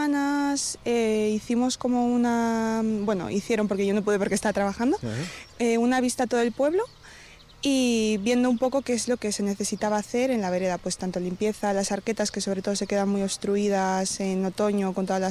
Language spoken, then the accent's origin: Spanish; Villanañe, Basque Country, Spain